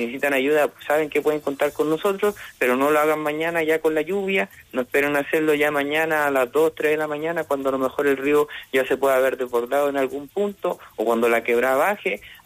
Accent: Chile; now in Tierra Amarilla, Chile; y más como chileno y chilena, nosotros sabemos reponernos

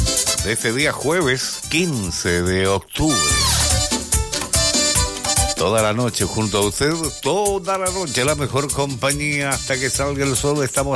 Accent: Freirina, Atacama, Chile; Con mucho orgullo, saco pecho cuando me nombran freirinense.

